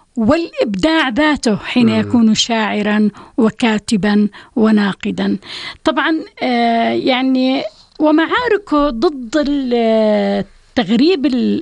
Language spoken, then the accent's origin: Arabic; Jordan; وتحمينا كعرب وتحمينا كأردنيين